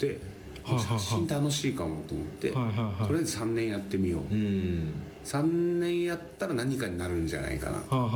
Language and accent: Japanese; Hakodate, Hokkaido, Japan; moved away as an adult; also born or lived in Sapporo; now in Tokyo, Japan; 函館18まで、高校卒業まで函館で7年間札幌、